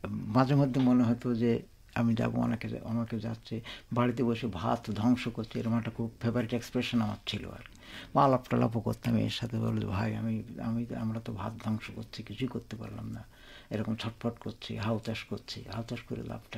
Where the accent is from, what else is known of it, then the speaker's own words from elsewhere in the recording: Khulna Division, Bangladesh; আমার বাড়িটা হলো মেন রোডে, মানে যেটা ঢাকা রোড বলে, আর এখন ওর নদীর ওর একটা নাম আছে দর্শনা মুজিবনগর রোড